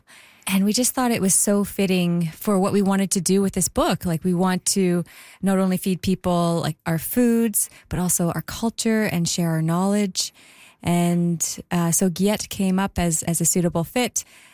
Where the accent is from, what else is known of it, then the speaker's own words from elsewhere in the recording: Prince Rupert, British Columbia, Canada; growing up in Prince Rupert, which has a very diverse population, coming from the cannery days and the fishing industry, but also from my own background. So my mother is Cantonese